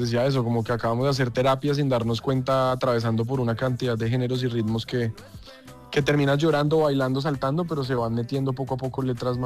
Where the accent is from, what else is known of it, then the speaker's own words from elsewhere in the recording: Colombia; Nos pasa mucho, de hecho, en el exterior, que hablamos y entonces, pero tú no hablas paisa, y uno tiene que explicar a la gente y decirle, pero es que Colombia tiene una cantidad de acentos espectacular que nos permite ser colombianos a todos